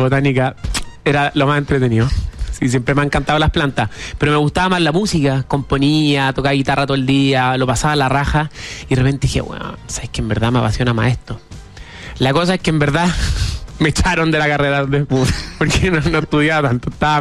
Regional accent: San Fernando, O'Higgins, Chile; yo soy de San Fernando. Era un colegio de campo. De hecho, mi colegio quedaba en la mitad de un campo.

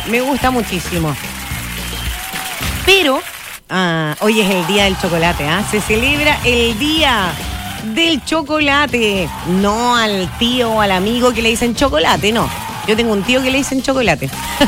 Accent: Chile; ¿Para qué más? ¿Para qué más somos buenos los chilenos? Para hartas cosas.

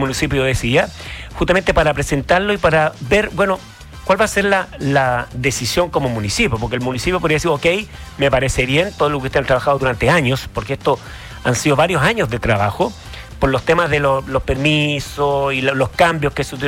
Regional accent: Valparaíso, Chile; Yo soy porteño

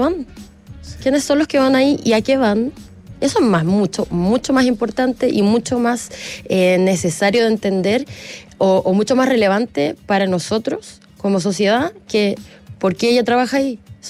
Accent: Chile; moved away as an adult; also born or lived in Australia

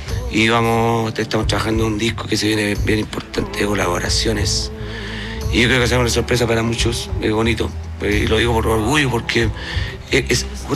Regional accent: Yungay, Ñuble, Chile; Yo soy de Yungay, suena guasa.

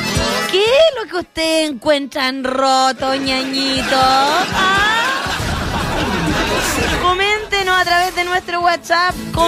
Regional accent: Chile; ¿Por qué vamos a ser rotos? ¿Porque somos chilenos?

